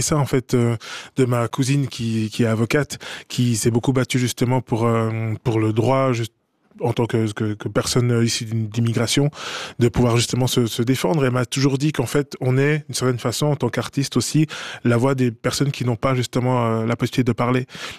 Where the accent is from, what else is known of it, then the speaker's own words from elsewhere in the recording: Neuchâtel, Switzerland; Moi, je suis originaire de Neuchâtel